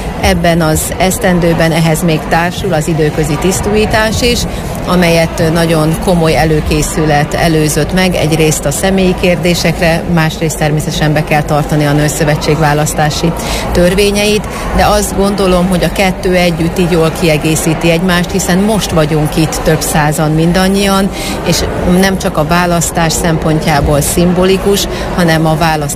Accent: Tiszántúl, Hungary; hiszen magam is tiszántúli vagyok, és a Békési Egyház megyéből érkezem.

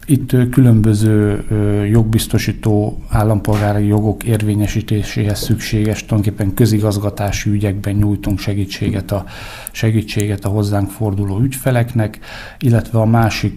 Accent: Borsod-Abaúj-Zemplén, Hungary; Én Bodrog, zugi származású vagyok, és ugye itt a vízügy, illetve a folyóknak a közelsége

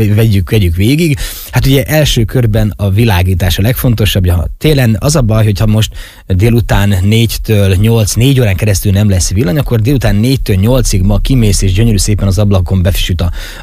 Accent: Zakarpattia Oblast, Ukraine; nem ott szívtam magamba az élethez szükséges dolgokat, hanem itt Kárpátalján.

